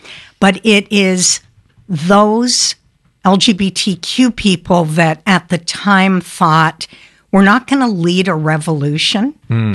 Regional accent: Canada; I'm Canadian, so I sprung onto the soil of the earth as a little tiny lesbian.

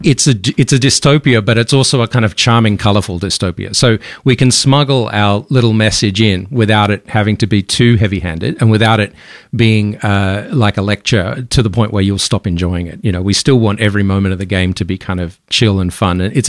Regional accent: Australia; Also, we're Australian indie developers.

